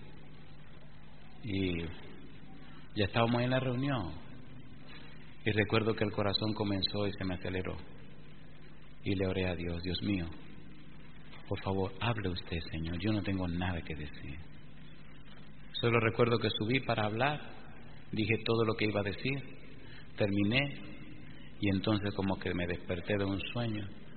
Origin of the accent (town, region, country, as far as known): Dominican Republic